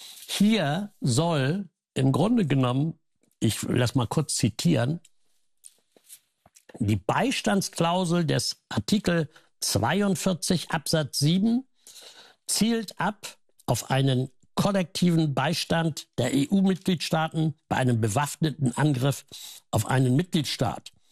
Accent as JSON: {"language": "German", "country": "Germany", "said": "wir wollen das als Deutsche nicht."}